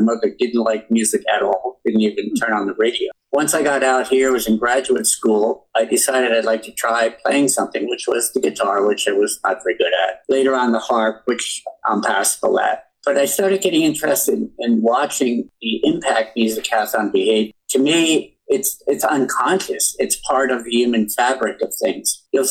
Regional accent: East Coast, United States; born there; moved away as an adult; I was born on the East Coast, but moved out here 50 years ago.

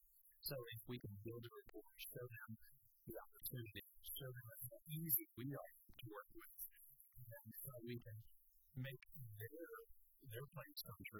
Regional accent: New Mexico, United States; they know that I'm from New Mexico

